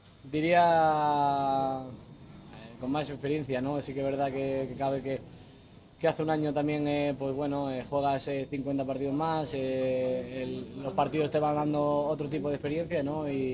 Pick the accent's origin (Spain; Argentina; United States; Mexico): Spain; me estuve bañando cuando ganamos el Mundial en la plaza de España de mi pueblo